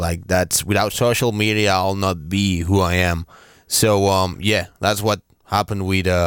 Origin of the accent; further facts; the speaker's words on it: Barcelona, Catalonia, Spain; I'm originally from Barcelona, also living in Barcelona.